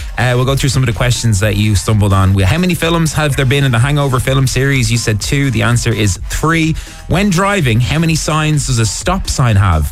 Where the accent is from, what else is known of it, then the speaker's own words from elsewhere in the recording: Dublin, Leinster, Ireland; moved away as an adult; now in Roundwood, Ireland; I'm from Knocklyne, so just down the road.